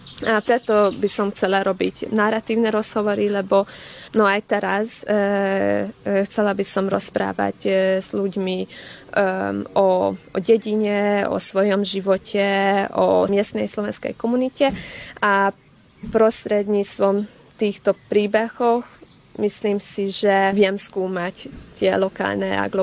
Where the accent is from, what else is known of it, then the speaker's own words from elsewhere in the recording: Tótkomlós, Békés, Hungary; now in Budapest, Hungary; pochádzam zo slovenského Komloša, teraz bývam v Budapešti